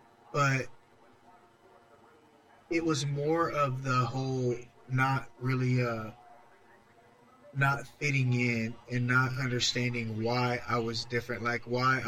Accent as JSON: {"language": "English", "town": "Long Beach", "region": "Mississippi", "country": "United States", "tie": "born or raised there", "also_born_or_lived": "Virginia, United States / Louisiana, United States", "said": "I spent all my childhood in Mississippi, like right down the coast, Long Beach, Gulfport, Socia, Lyman, all over that little area. And then my teen years, I was in Louisiana."}